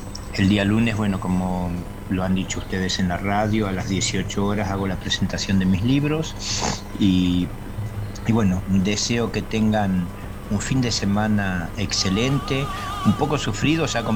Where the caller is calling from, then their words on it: Argentina; como todo argentino sufriendo